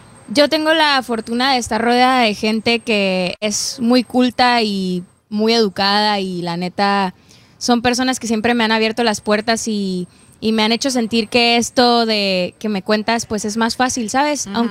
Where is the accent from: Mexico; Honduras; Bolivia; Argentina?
Mexico; Mexicali, Baja California; soy de Mexicali, Baja California, me encanta la música desde que estoy morrita, mi familia de charros